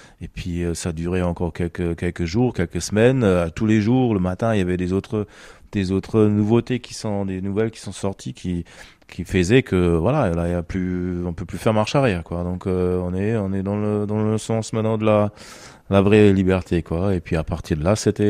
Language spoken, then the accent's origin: French; Germany; comme on habite pas loin de Berlin, en tant que bon allemand